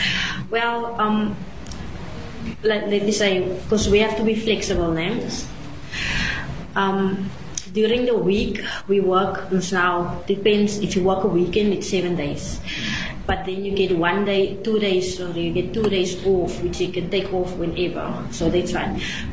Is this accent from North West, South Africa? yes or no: no; Ceres, Western Cape, South Africa; moved away as an adult; now in Langebaan, South Africa; I'm currently living in Langebaan. I'm from Ceres. So 2010, when I started here, I came from Ceres.